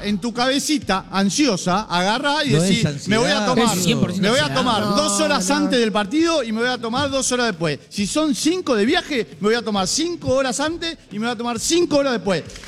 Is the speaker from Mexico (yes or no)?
no; Buenos Aires, Argentina; Y aparte yo soy de Buenos Aires y voy a ver a Estudiantes de La Plata.